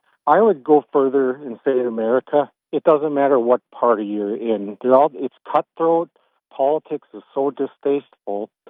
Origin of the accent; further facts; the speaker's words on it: Canada; but I'm Canadian. My mom's still a Canadian citizen.